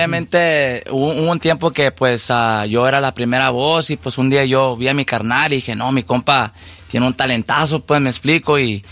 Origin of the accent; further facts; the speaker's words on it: Los Angeles, California, United States; also born or lived in Paramount; De Paramount, California, uh-huh. Sí, machín. Pero crecimos en Boyle Heights.